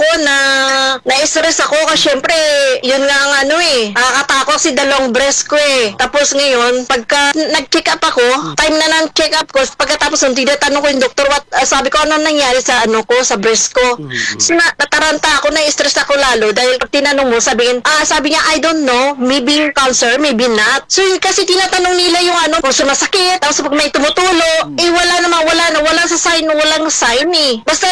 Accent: Bacoor, Calabarzon, Philippines; moved away as an adult; now in Hong Kong; Taga Molino Bacoa ako. Tapos, nandito ko ngayon sa, ano, sa Hong Kong. DH ako dito.

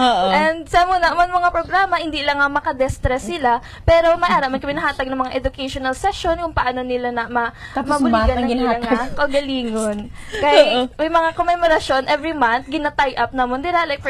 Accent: Western Visayas, Philippines; now in Iloilo, Philippines; Ah, originally po ako ay taga Aklan, isa ako ka Aklan.

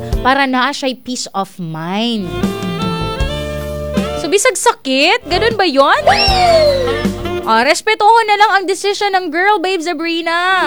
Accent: Nagcarlan, Calabarzon, Philippines; Ah, malayo po ako, ma'am babe. Taga Laguna po ako. Nag-Carlan.

